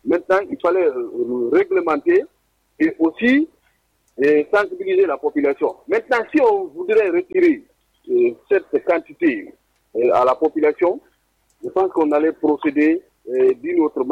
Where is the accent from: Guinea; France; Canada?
Guinea; parce que nous sommes tous des Guinéens. On travaille pour le pays, à mon avis.